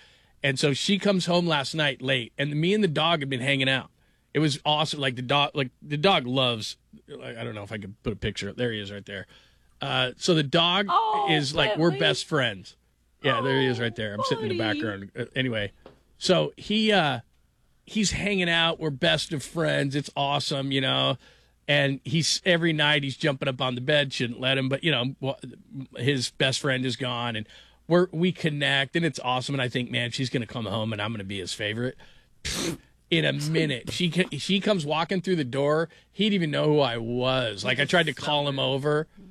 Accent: California, United States; and I grew up in California

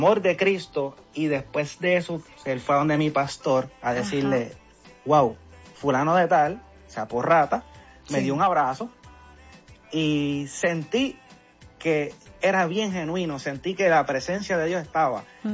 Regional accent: Puerto Rico; Pero soy boricua.

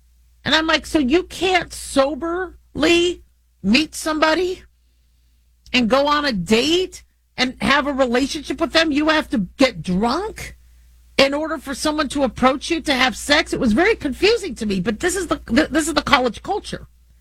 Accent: United States

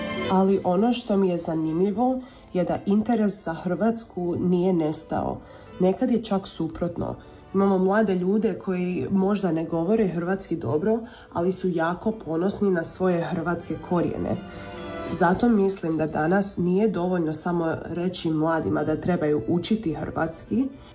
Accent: Sydney, New South Wales, Australia; prirodno iz mog vlastitog iskustva odrastanja kao Hrvatica u Australiji. Ja sam odrasla dosta uključena u hrvatsku zajednicu u Sidneju.

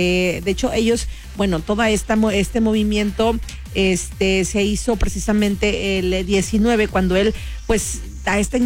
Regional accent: Mexico

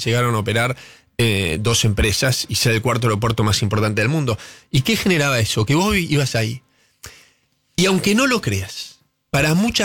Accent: Argentina

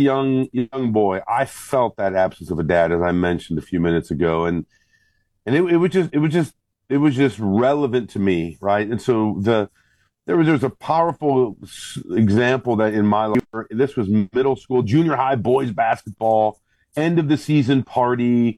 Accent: Illinois, United States; Grew up, born and raised in Northern Illinois.

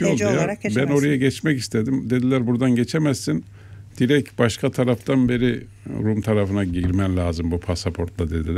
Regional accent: Cyprus; pasaportuyla geçiyorsun ama ben Kıbrıslıyım.

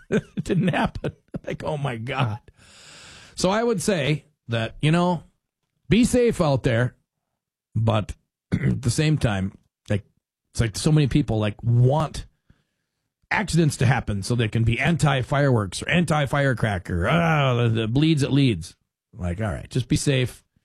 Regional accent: Fargo, North Dakota, United States; also born or lived in Detroit Lakes, Minnesota; Luckily, I was from the area. I was from Fargo, had a place on the lake for years, so I knew the area.

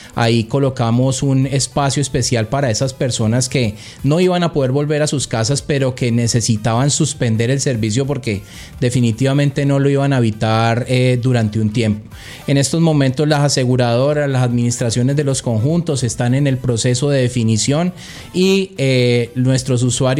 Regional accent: Cali, Valle del Cauca, Colombia; también como caleños, como una empresa caleña

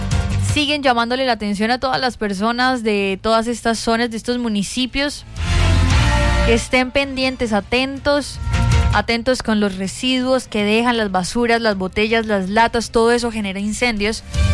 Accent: Santander, Colombia

